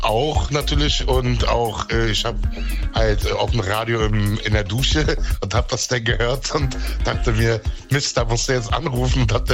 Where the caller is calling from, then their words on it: Berlin, Germany; Ich komme aus Berlin